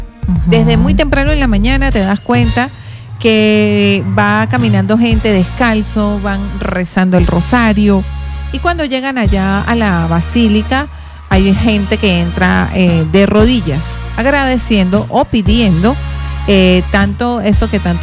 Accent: Táriba, Táchira, Venezuela; yo soy taribera. Yo vengo de Tariba

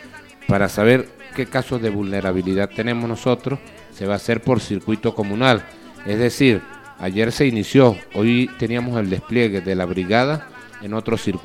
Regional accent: Mucutuy, Mérida, Venezuela; muy contento de poder estar acá en Mucutuy, de poder estar acá en mi pueblo, de poder estar en mi tierra.

